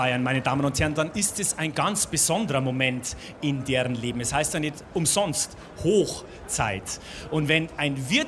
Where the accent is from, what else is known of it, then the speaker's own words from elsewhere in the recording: Straubing, Bavaria, Germany; Das war im 19. Jahrhundert der Parademarsch des 7. Bayerischen Kavallerieregiments, das in meiner Heimat in Straubing stationiert war.